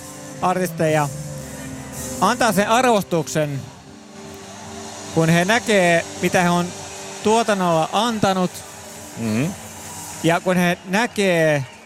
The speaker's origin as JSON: {"language": "Finnish", "town": "Tampere", "region": "Pirkanmaa", "country": "Finland", "tie": "born or raised there", "said": "Mä oon Tampereelta alkuperäinen kotosin, 43-vuotias tällä hetkellä."}